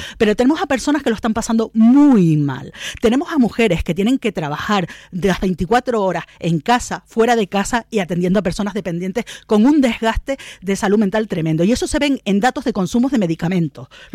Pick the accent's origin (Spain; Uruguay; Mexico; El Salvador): Spain; Canary Islands